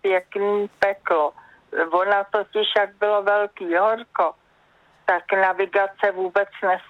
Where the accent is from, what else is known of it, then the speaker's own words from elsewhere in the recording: Prague, Czechia; Narodila jsem se v Radotíně, na idylickém místě, vrátka do lesa, tam chodili k plotu srnky, houpačku jsme měli v lese